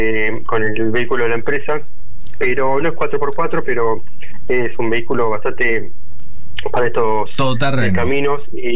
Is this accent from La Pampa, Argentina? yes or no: no; Quilmes, Buenos Aires Province, Argentina; Yo soy de Quilmes